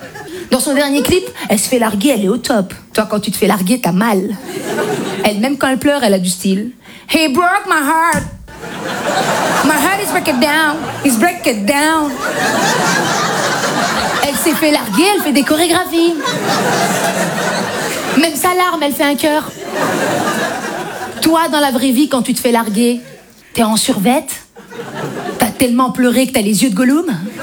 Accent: Belgium; Voilà, je viens de Belgique, je suis d'origine maghrébine

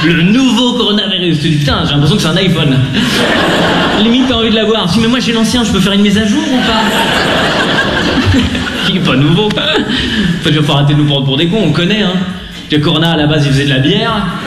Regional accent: Lausanne, Vaud, Switzerland; Moi, je viens de Lausanne. Les girons, c'est pour les bouseux. Donc, à Lausanne, il n'y a pas de girons.

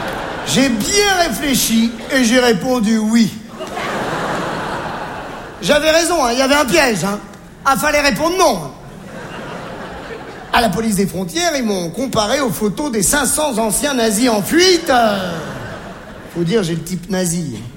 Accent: Algeria; born there; Je suis né en Algérie

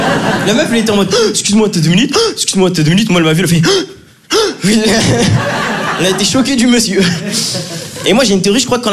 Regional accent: Draguignan, Provence-Alpes-Côte d'Azur, France; now in Lyon, France; c'est que moi, je viens de Draguignan. Donc, partout où je suis en France, je suis content d'être là, je vais pas vous mentir. Partout. Il y a juste un truc qui me casse la tête en vrai depuis que j'habite dans une grande ville, depuis que j'habite à Lyon.

